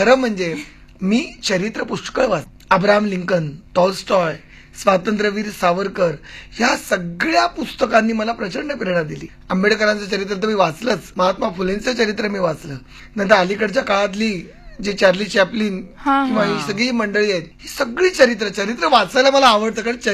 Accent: Aurangabad, Maharashtra, India; आमच्या शेजारी औरंगाबादला माझं बरंच बालपण गेलं औरंगाबादला

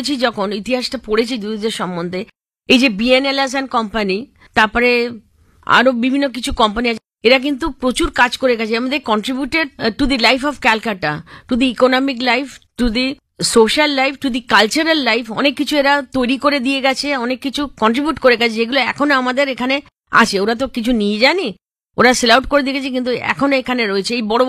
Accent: India; আমি যেহেতু ভারতীয় তো আমাকে ডেকেছিলেন এই ব্যাপারে একটু মানে ওখানে একটা লেকচার দিতে

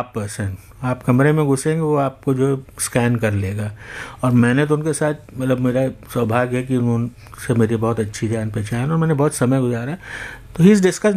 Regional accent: Lucknow, Uttar Pradesh, India; मेरा बैकग्राउंड है कि मैं लखनऊ से बिलोंग करता हूँ

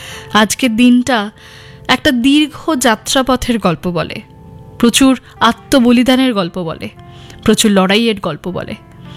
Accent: India; আমরা ভারতীয়, আমরা গর্বিত, আমরা ভারতীয়।

